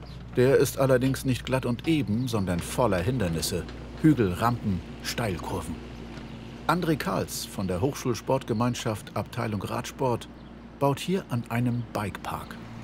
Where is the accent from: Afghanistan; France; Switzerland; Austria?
Afghanistan; German is a second language; now in Germany; Ich komme aus Afghanistan und bin schon seit 5 Monaten in Deutschland.